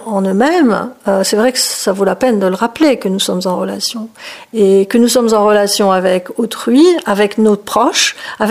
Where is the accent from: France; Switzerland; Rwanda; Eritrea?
France; Marseille, Provence-Alpes-Côte d'Azur; moved away; also born or lived in Paris / Cotentin; Moi, j'ai grandi à Marseille. À Marseille, il y a de la garrigue, des montagnes calcaires blanches comme des eaux, et puis la mer brutale, bleue, intense.